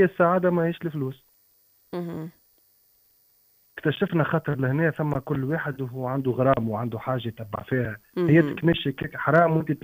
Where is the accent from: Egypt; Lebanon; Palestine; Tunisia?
Tunisia; now in Italy